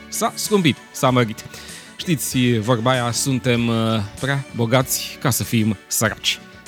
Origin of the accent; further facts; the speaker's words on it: Romania